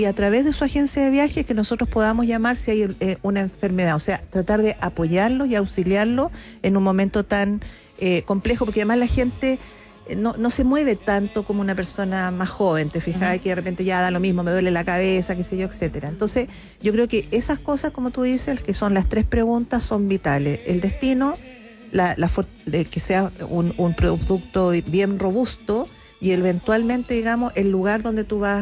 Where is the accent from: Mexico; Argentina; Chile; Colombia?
Chile